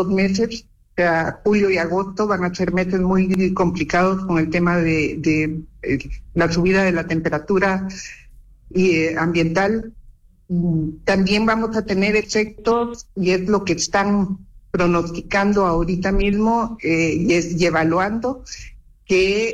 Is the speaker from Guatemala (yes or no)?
yes; Guatemala City, Guatemala Department, Guatemala; aquí como buenos capitalinos